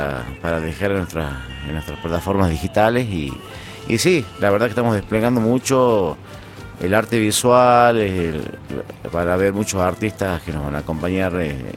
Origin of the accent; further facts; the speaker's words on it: northern Argentina, Argentina; Nosotros del norte